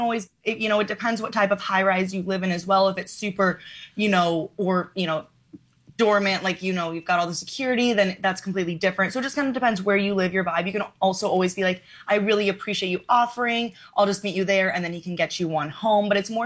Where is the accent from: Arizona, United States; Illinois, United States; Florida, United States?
Arizona, United States; now in New York City, United States; I grew up in Arizona. So let's say you live in Arizona.